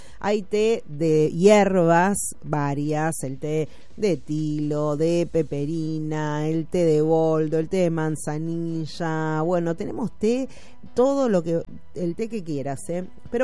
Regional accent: Argentina

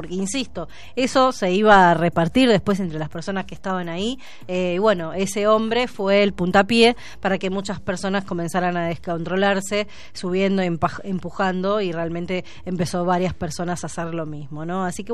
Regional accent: Argentina; estas cosas que nos queda como argentinos

